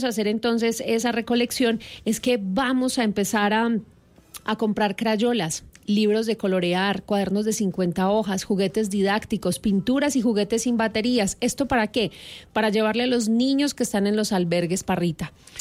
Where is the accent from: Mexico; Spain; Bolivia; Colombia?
Colombia; como lo que somos, colombianos